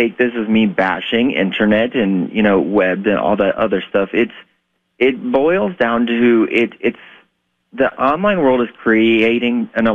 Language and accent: English; Norwalk, United States; I'm from Norwalk, if I stayed in that area, I was probably going to go down the same exact path that most of my friends did.